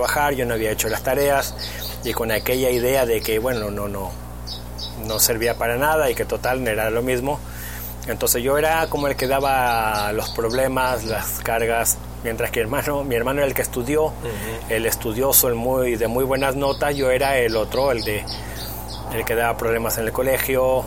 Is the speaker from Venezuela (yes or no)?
no; Canelones, Uruguay; also born or lived in Montevideo, Uruguay; now in Tenerife, Spain; Yo nací en Uruguay, allí en Montevideo. Me crié en el departamento al lado, en Canelones, con un hermano mayor